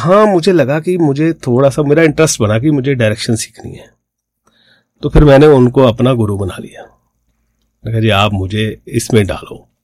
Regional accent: Jalandhar, Punjab, India; मैं बेसिकली पंजाब से हूं, पंजाब के जलंधर शहर से

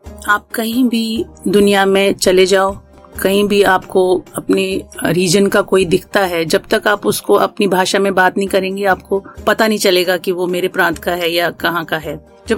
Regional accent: Jammu and Kashmir, India; moved away as an adult; now in Mumbai, India; और कश्मीर से निकलने के बाद मैं मुंबई चली गई मेरी शादी के बाद

